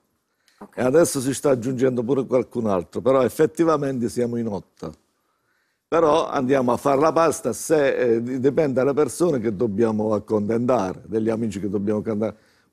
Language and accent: Italian; Torino di Sangro, Abruzzo, Italy; Noi siamo di Torino del Sangro, però la pasta si faceva sempre, si è sempre fatto in tutta la zona della Val di Sangro, che è la nostra zona